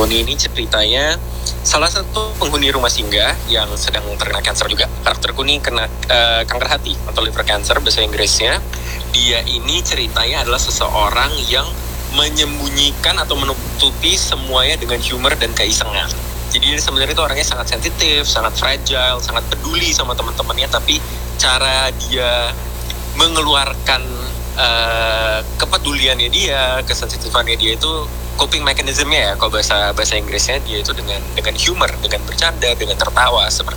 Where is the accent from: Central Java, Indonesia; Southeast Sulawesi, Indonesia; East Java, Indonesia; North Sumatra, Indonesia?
East Java, Indonesia; Surabaya; Aku arek Surabaya loh.